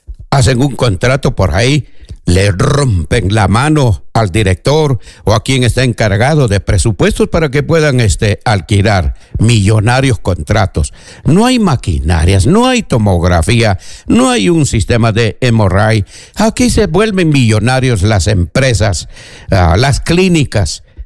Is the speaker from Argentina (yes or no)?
no; Peru; En el Perú, todos somos peruanos